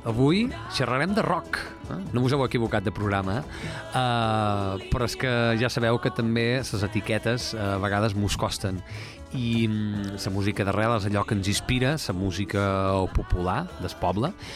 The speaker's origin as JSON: {"language": "Catalan", "region": "Balearic Islands", "country": "Spain", "said": "parlam de la música d'arrel i d'aquella que ens identifica com a menorquins, que forma part del repertori popular"}